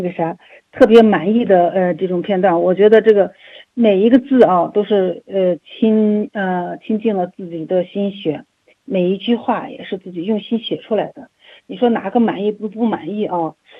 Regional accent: Ürümqi, Xinjiang, China; 我是在咱们新疆北疆长大的，是在乌鲁木齐长大的。

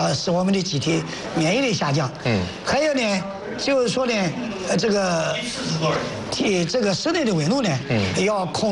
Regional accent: China; 我们中国人

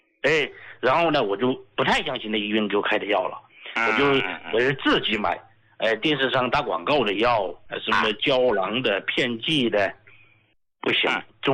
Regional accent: Sichuan, China; accent: Sichuanese; 睡的安逸了，用我们四川话讲呢，那睡的踏实了，

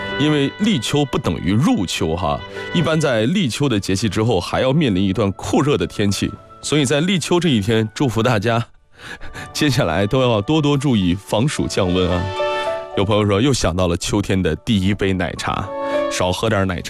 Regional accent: northern China, China; now in Guangdong, China; 我作为一个北方人了解的比较少。

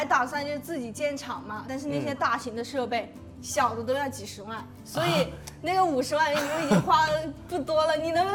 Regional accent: Yunnan, China; 你是不是知道我是云南人？

